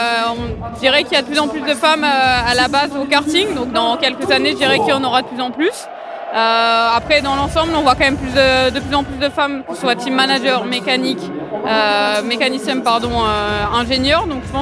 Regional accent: France; Et en tant que Français, c'est encore plus incroyable.

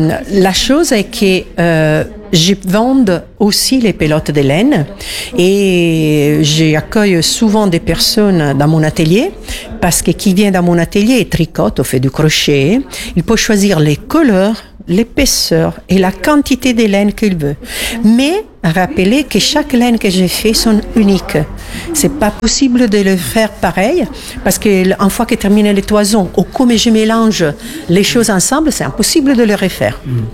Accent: Italy; accent: Italian; French is a second language; moved away as an adult; also born or lived in Rome; now in France; comme évident dans mon prononciation, je ne suis pas français, je suis italienne.

